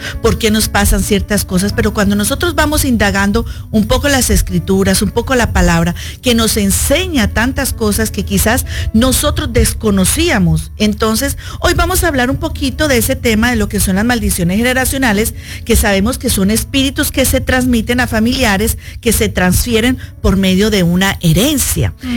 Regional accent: Colombia; moved away; yo que soy de Colombia

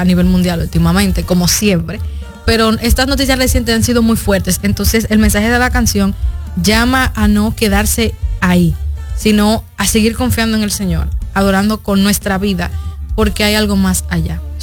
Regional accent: Santo Domingo, Dominican Republic; Yo tengo 27 años, nací en República Dominicana y también nací y criada en Santo Domingo.

